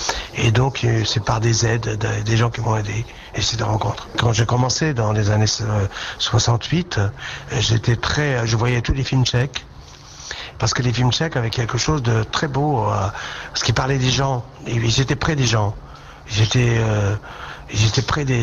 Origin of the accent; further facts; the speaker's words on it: France; Moi, mon rôle là-dessus, c'est que, évidemment, je suis français, j'habite en France, et la France, c'est mon pays.